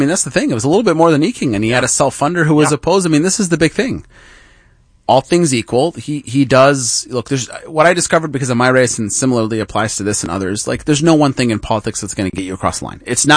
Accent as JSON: {"language": "English", "area": "East Valley", "region": "Arizona", "country": "United States", "tie": "born or raised there", "said": "I grew up in the East Valley and did quite a bit of politics out there"}